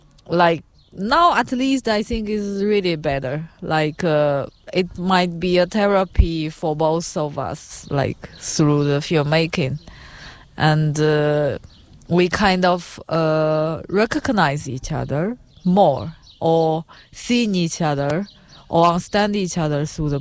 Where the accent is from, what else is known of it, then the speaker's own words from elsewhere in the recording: China; English is a second language; because I come from China and I see so empty street